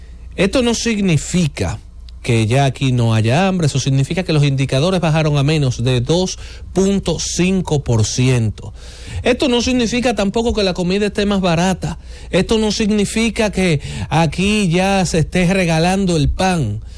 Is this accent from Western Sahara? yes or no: no; Dominican Republic; esas cosas buenas que como dominicanos durante décadas hemos estado haciendo